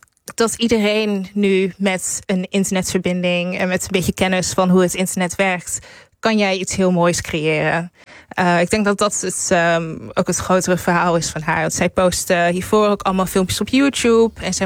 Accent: Nigeria; ik ben zelf Nigeriaanse.

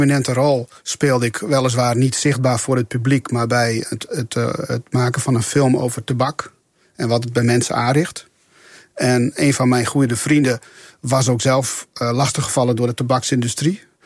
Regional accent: Friesland, Netherlands; Ik ben Fries

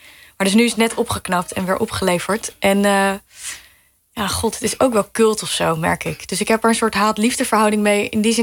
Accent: Arnhem, Gelderland, Netherlands; Ik kom zelf uit Arnhem, dus het is een beeld uit mijn jeugd.

